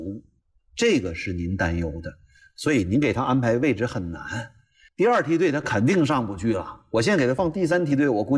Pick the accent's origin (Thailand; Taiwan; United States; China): China; 我们中国人